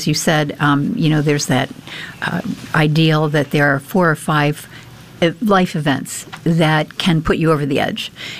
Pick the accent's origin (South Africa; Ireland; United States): Ireland; Well, I think, first of all, I'm Irish, and, you know, we're connected in so many ways, mind, body, and soul.